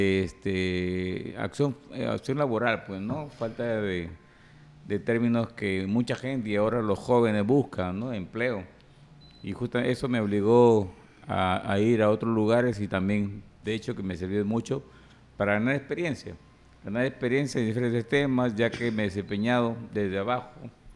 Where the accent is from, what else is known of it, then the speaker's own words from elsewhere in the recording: Tumán, Lambayeque, Peru; moved away as an adult; yo soy natural de Tumán. Pasé toda mi primaria y secundaria en los centros educativos 11, 5, 16 y de Tupac Amaru